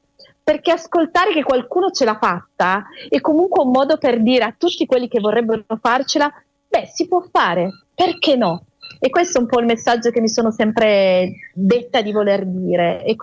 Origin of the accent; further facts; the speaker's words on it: Cuneo, Piedmont, Italy; Io appunto, avendo vissuto in montagna, sono partita dalla montagna, quindi dalle valli cuneesi. Io sono di Cuneo